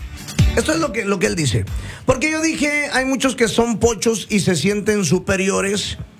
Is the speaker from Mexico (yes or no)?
yes; Mexico; now in United States